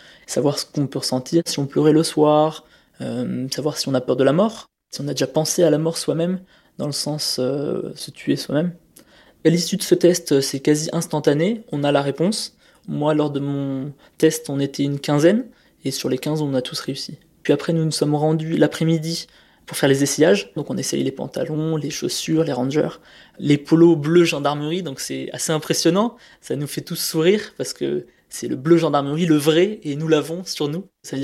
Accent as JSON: {"language": "French", "town": "Hyères", "region": "Provence-Alpes-Côte d'Azur", "country": "France", "tie": "born or raised there", "lives_now": "Nice, France", "said": "J'ai grandi à Hyères, dans le Var."}